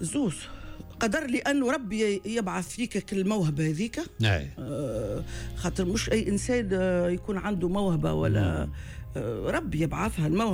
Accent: Tunis, Tunis Governorate, Tunisia; also born or lived in Gafsa; بالنسبه لنا اصحابي وحياتي ودنيتي وصغرتي والمراهقه ولي كونيسونس كلهم العاصمه

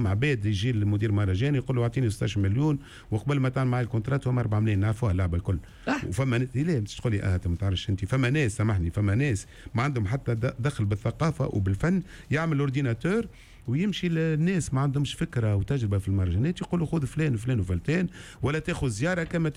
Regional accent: Sousse, Sousse Governorate, Tunisia; انا سوسه ما ندخلهاش معناتها ما نحبهاش سوسه انا في صغري الكل عديته في سوسه

